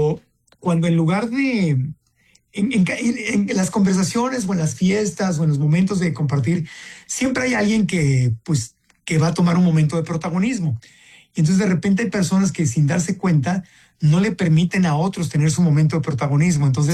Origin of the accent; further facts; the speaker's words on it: Acapulco, Guerrero, Mexico; Yo tengo casa en Acapulco. Mi abuelita es de Acapulco. Yo crecí en Acapulco.